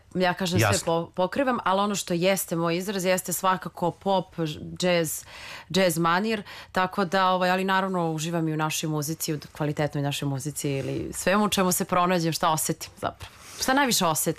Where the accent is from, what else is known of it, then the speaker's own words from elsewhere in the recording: Serbia; nego mi kao mi Srbi ili iz regiona.